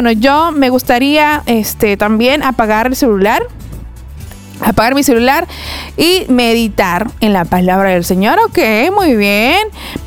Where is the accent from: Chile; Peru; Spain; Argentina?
Peru; agradecer a Dios porque somos peruanos, ¿no? Contra todo pronóstico, hemos nacido en esta preciosa tierra.